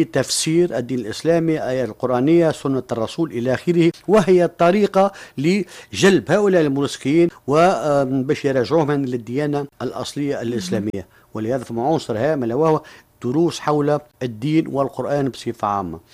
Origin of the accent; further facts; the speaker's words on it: Tunisia; في تونس مثلا، نقولها كتونسي،